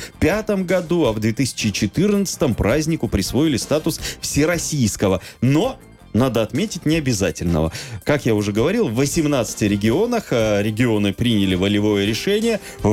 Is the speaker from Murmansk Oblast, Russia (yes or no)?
yes; Murmansk, Murmansk Oblast, Russia; я мурманчанин коренной и очень много лет здесь прожил.